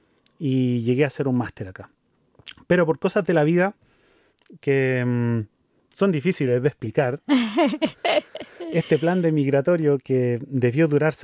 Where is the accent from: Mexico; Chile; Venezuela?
Chile; moved away as an adult; now in Tübingen, Germany; Yo vengo de Chile. Y también llegué a este lugar hace cerca de 9 años atrás.